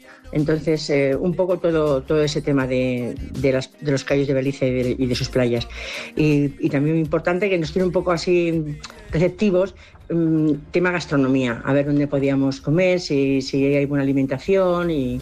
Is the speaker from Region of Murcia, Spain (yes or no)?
no; Madrid, Community of Madrid, Spain